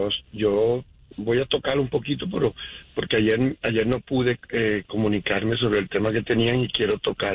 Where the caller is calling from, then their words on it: Utah, United States; No, nos llamo de Utah, ¿no?